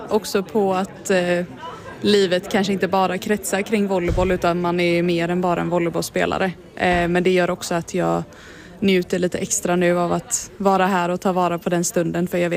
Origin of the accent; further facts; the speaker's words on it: Gothenburg, Västra Götaland County, Sweden; now in Halmstad, Sweden; Som göteborgare